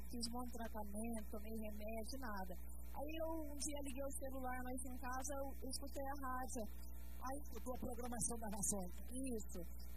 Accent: São Paulo, Brazil; now in Piracema, Brazil; vim do estado de São Paulo e 2 anos morando na Piracema.

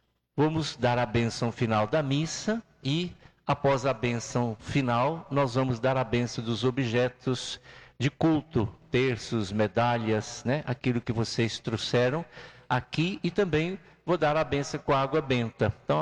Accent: Pará de Minas, Minas Gerais, Brazil; moved away; also born or lived in Divinópolis / Itapecerica / Itaúna / Nova Serrana; atualmente tem 1 ano e meio que eu estou na minha terra natal, em Pará de Minas, né? Continuo lá morando hoje com a minha mãe, que está aqui com 90 anos, lá no bairro Nossa Senhora das Graças

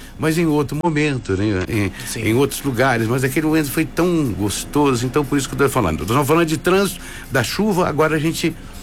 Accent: Juiz de Fora, Minas Gerais, Brazil; Eu já saí daqui, voltei e hoje eu falo de paixão. Eu amo a minha cidade, né?

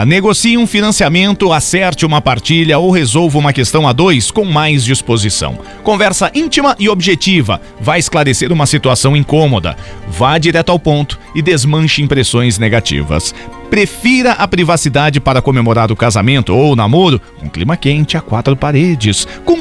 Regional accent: Brazil; Você sabe que eu sou brasileiro, né?

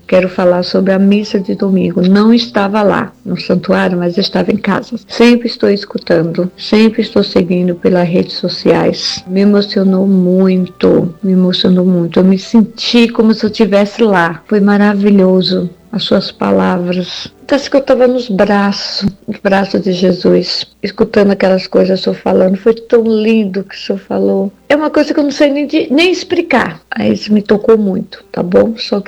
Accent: São Paulo, Brazil; sou de São Paulo, mas sou uma pernambucana de coração. Mas hoje eu sou paulista aqui, tá bom?

